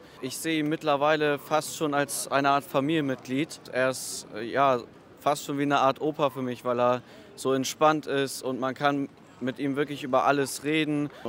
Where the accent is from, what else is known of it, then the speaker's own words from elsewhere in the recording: Hamburg, Germany; ich komme aus Billstedt.